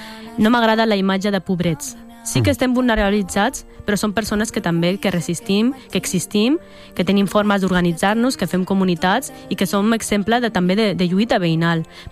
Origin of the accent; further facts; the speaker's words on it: Sant Adrià de Besòs, Catalonia, Spain; jo he crescut i visc allà, al barri de la Mina, i bàsicament forma part del que soc, no? Quan em pregunta d'on ets, abans potser et dic que soc del barri de la Mina, que et dic que soc dels pares marroquins o de Barcelona